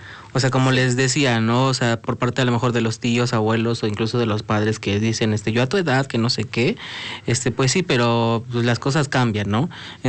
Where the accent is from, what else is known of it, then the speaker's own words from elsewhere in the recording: Argentina; Es que yo soy de Argentina.